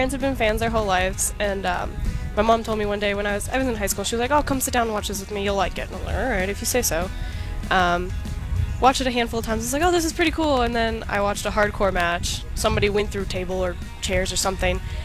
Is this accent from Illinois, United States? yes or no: yes; Chicago, Illinois, United States; In Chicago, yeah.